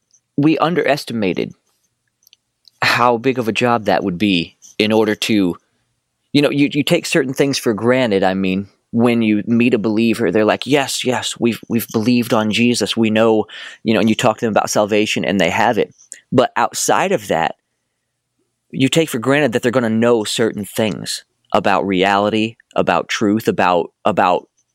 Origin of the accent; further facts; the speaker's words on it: United States; moved away; growing up in the States